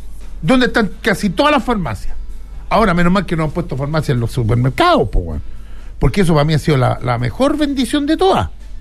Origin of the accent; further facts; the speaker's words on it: San Felipe, Valparaíso, Chile; Los que vivimos en San Felipe, los que somos de San Felipe